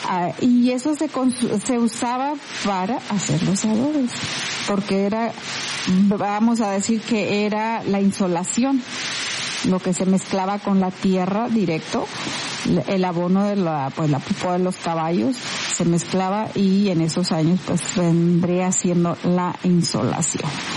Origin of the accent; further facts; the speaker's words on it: Mexico; moved away; yo de donde vengo, de México